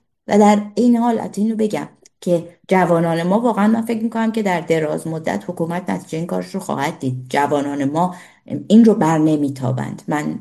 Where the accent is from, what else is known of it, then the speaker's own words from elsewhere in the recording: Iran; moved away; همه مایی که بیرون از ایران هستیم